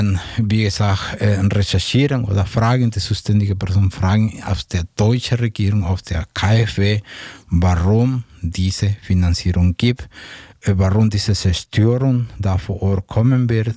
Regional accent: Mexico; German is a second language; now in Germany; ich bin Mexikaner

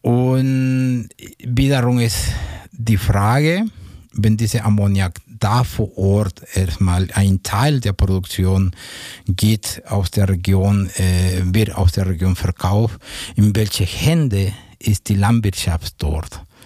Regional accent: Mexico; German is a second language; now in Germany; ich bin Mexikaner

